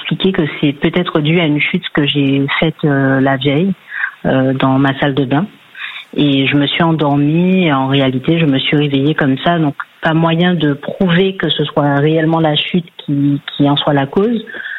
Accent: Martinique; born or raised there; now in Rennes, France

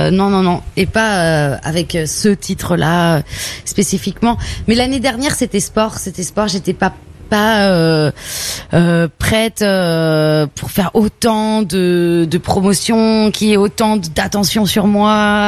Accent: Brittany, France; born there; Ma mère est brésilienne, je suis née en Bretagne.

